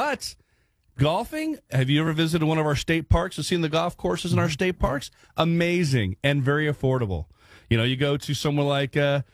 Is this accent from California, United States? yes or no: yes; Sacramento, California, United States; I'm from California, from the Northern California area, which is very similar to West Virginia with the mountains and things of that nature. I was a Sacramento guy, grew up near Lake Tahoe